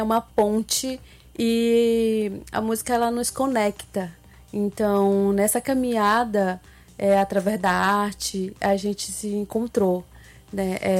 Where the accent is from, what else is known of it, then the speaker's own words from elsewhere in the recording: Amazonas, Brazil; first language Ticuna; Portuguese is a second language; Eu sou do Amazonas.